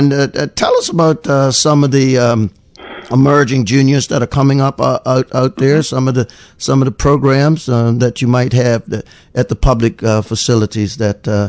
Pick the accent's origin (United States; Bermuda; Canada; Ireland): Bermuda; growing up in White Hill and the like